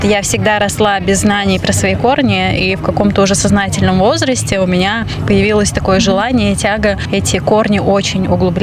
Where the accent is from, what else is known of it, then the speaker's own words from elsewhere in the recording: Lithuania; Я сама родилась в Литве, ходила в литовскую школу, в литовский садик.